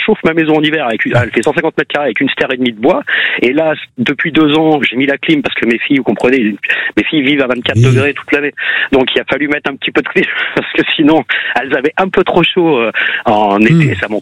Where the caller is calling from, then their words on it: Grasse, Provence-Alpes-Côte d'Azur, France; je suis à Grasse